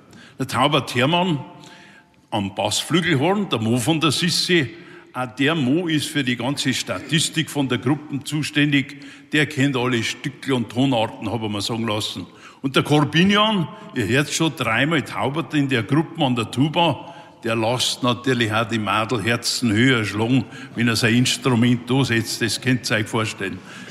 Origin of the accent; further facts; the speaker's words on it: Munich, Bavaria, Germany; ich komme aus Feldmoching. Ein Feldmochinger mit niederbayerischen Wurzeln, kann man sagen.